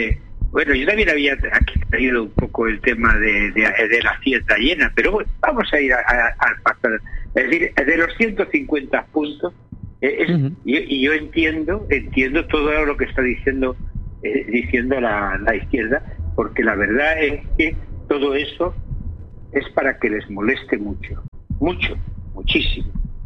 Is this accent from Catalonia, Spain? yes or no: yes; Catalonia, Spain; born there; siendo un catalán, nacido en Cataluña y gustándole Cataluña y queriendo a Cataluña